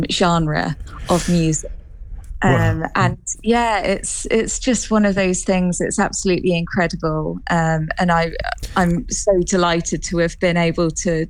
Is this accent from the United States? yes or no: no; United Kingdom; I come from quite a royalist family anyway. So, you know, we love the royal family and we love being British for that reason.